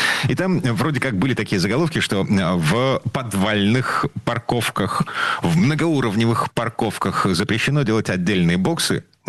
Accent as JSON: {"language": "Russian", "region": "Saint Petersburg", "country": "Russia", "said": "Мы из Петербурга"}